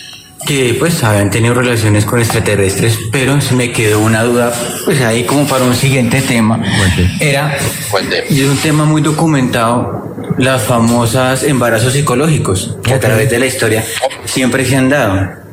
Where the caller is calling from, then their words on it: Bogotá, Colombia; Aquí desde Bogotá.